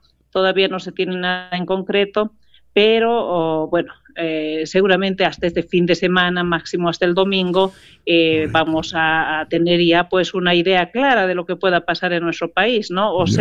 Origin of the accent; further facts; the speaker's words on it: Sucre, Chuquisaca, Bolivia; Le hablo desde Bolivia, Sucre, la capital de Bolivia